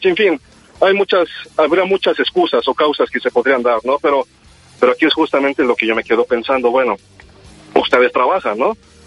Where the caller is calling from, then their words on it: Xalapa, Veracruz, Mexico; se llamo de Jalapa.